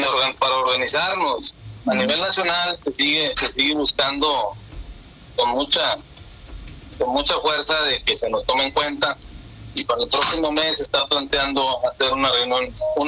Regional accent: Mexico; y pues todos somos mexicanos, estamos muy ofendidos

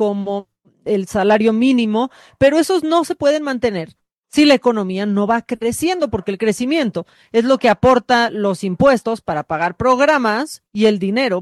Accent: Mexico; Somos los mexicanos los que hacemos grande a México

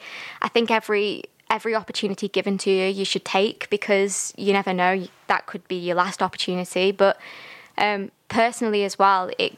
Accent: Stoke-on-Trent, West Midlands, United Kingdom; Like, I'm from Stoke, obviously, but there's people from Manchester, and it's the Manchester Culture Awards. So in my head, I was thinking, right, I'm a Stoke person

